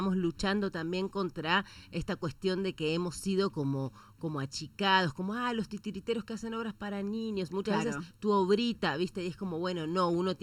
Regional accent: Capilla del Monte, Córdoba, Argentina; obviamente somos de acá, de Capilla

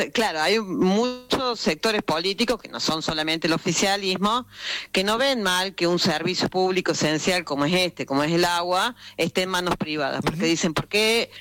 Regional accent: Córdoba, Argentina; accent: Cordobés; now in Buenos Aires, Argentina; Soy de Córdoba, pero sí vivo acá en Buenos Aires.

